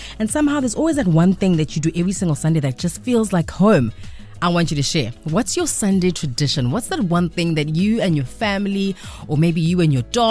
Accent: Durban, KwaZulu-Natal, South Africa; I grew up in Claremont. I'm from Claremont. Claremont, Scomplas, represent. And I used to live with my grandparents, right?

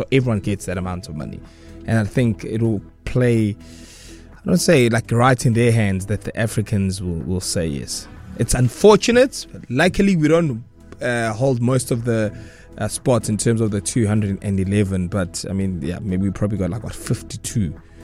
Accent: Curaçao; if you give me $50 million to uplift football in my country, and I'm from Curacao, I'll probably take it.

